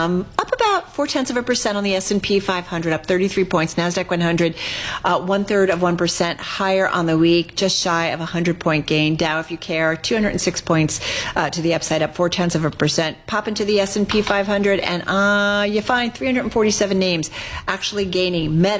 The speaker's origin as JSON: {"language": "English", "region": "New York", "country": "United States", "tie": "born or raised there", "said": "I grew up in suburbs outside New York City"}